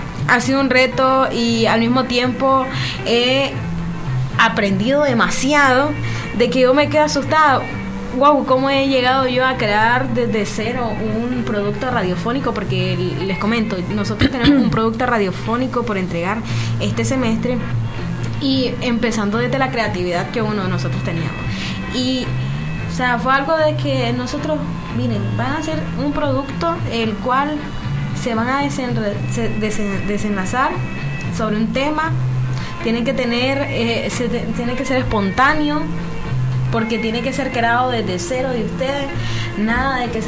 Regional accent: Chinandega, Nicaragua; now in Managua, Nicaragua; Y yo soy chinandegana.

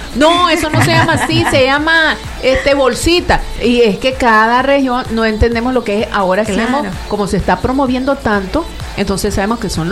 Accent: Nicaragua; todo lo que nos identificaba como nicaragüenses.

